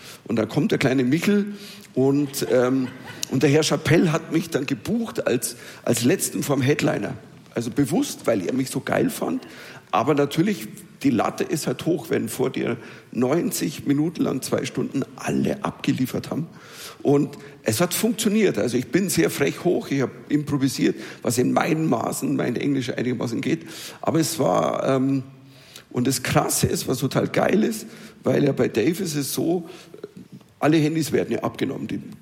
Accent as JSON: {"language": "German", "country": "Germany", "said": "in Russland als Deutscher?"}